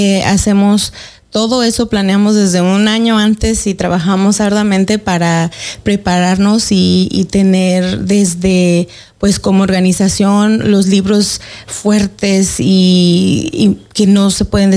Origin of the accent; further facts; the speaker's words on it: Mexico; now in Mid-Columbia, United States; Yo crecí, y yo nací en México y crecí en México hasta que nos movimos por acá.